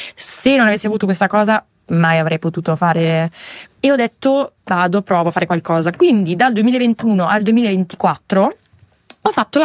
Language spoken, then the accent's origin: Italian; Milan, Lombardy, Italy; born there; moved away as an adult; also born or lived in New York, United States; sono cresciuta a Milano, però andavo sempre in America